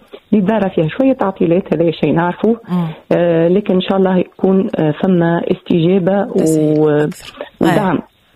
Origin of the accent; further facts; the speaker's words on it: Tunisia; انا بنت تونس وقريت في تونس نعرف شنو التحديات الموجوده